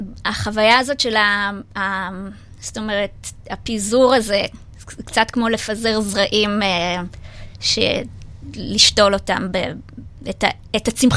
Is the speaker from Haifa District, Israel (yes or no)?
no; Northern District, Israel; now in Tel Aviv, Israel; אני גדלתי בתור ילדה בצפון